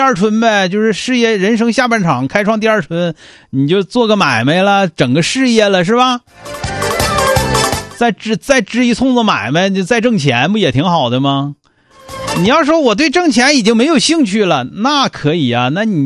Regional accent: Northeast China, China; 但速冻饺子咱们东北人不爱吃，太难吃了那玩意儿。

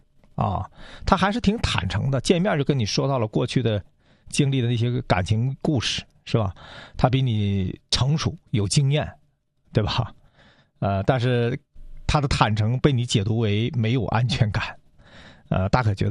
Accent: Northeast China, China; 咱们东北人叫姑娘啊，其实它叫灯笼果啊

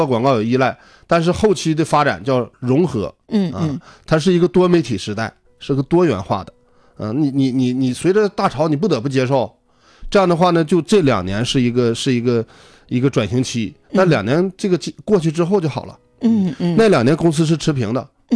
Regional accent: Yushu, Jilin, China; 因为我老家是榆树人，我出生在榆树

